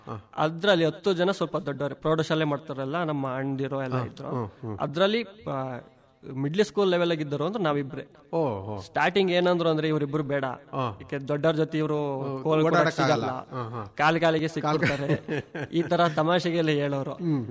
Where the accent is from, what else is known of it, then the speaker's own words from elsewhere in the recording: Chikkur, Karnataka, India; ನಮ್ಮ ಊರು ಚಿಕ್ಕೂರು, ಅರಸೀಕೆರೆ ತಾಲೂಕು.